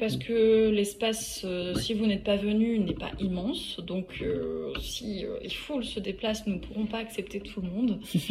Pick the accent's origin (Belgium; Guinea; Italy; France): France; en tant que français